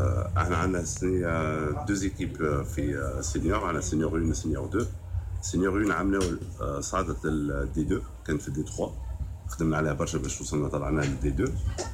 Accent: Tunisia; now in France; بالنسبه لي يعني كتونسي فخر لي كوني تونسي.

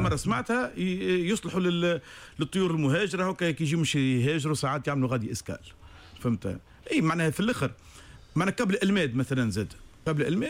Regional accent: Tunisia

